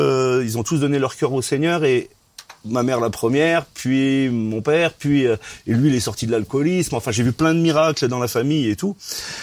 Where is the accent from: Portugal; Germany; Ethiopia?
Portugal; mes parents étaient immigrés, nous sommes portugais, voilà, nul n'est parfait.